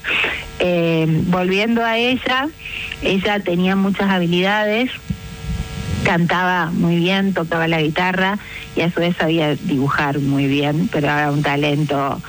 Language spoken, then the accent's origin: Spanish; Paso de los Libres, Corrientes, Argentina; moved away as an adult; now in Santa Fe, Argentina; No, claro, es adoptivo, ¿no? Porque me crié en Paso de los Libres